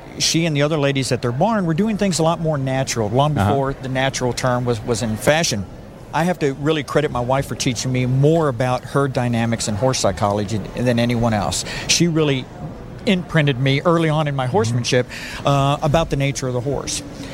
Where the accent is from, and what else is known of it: Tampa, Florida, United States